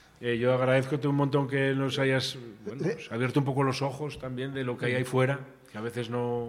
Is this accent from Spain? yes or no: yes; Valladolid, Castile and León, Spain; Oye, que soy de Valladolid.